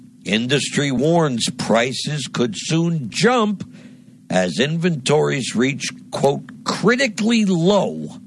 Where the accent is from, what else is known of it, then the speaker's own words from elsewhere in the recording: New Jersey, United States; in particular, my home state of New Jersey, is the most densely populated state in the entire United States.